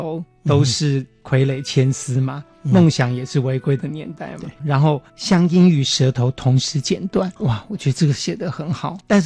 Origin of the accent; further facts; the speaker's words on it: Taipei, Taiwan; 身为台北人，哦，可能很熟悉丽水街，很熟悉这样的景况